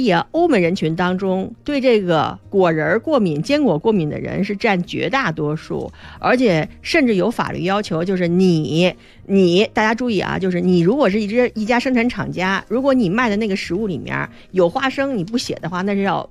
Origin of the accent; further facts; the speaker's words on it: China; 我们中国人